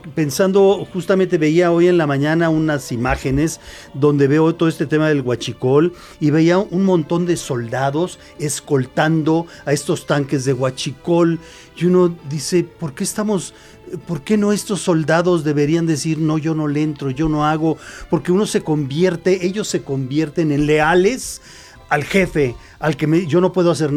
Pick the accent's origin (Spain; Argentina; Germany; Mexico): Mexico; la responsabilidad que se tiene como mexicano.